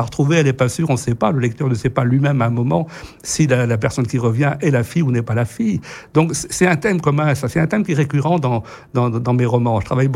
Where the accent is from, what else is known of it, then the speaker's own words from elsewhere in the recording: Lorient, Brittany, France; Je suis l'orientais, enfin, bragoté, au départ.